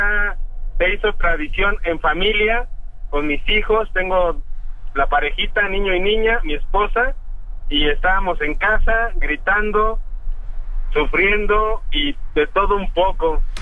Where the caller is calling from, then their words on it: State of Mexico, Mexico; Estoy aquí en el Estado de México